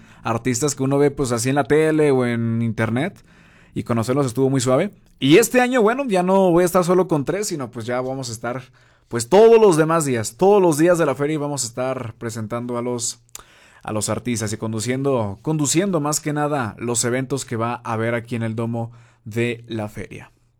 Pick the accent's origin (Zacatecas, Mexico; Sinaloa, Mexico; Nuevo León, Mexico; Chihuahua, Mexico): Zacatecas, Mexico; Fresnillo; mi ciudad, de mi tierra, que es Fresnillo.